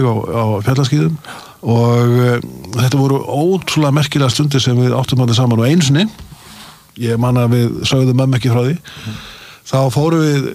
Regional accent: Akureyri, Northeast Region, Iceland; En sko að alast upp á Akureyri á þessum tíma í öllum þessum snjóalögum var alveg gríðalegt ævintýri.

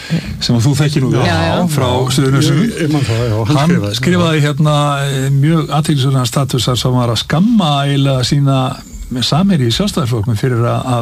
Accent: Húsavík, Northeastern Region, Iceland; ég man eftir því þegar ég var að alast upp á Húsavík

